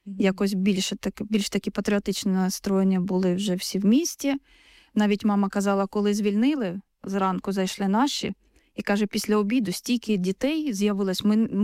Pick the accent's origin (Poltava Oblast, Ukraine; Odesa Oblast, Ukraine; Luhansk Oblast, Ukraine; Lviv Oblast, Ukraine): Luhansk Oblast, Ukraine; Sievierodonetsk; Я народилась в місті Сєвєродонецькій, виросла і до останнього дня там була, ніде більше не жила, тільки Сєвєродонецьк.